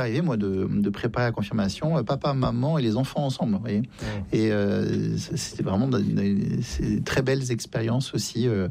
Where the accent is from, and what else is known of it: France